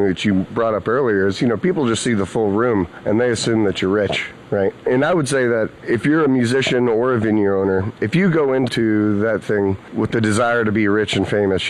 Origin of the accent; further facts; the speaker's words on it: Texas, United States; also born or lived in Louisiana; I grew up in the South, right? Texas and Louisiana, and both sides of my family were blue-collar, middle-class people.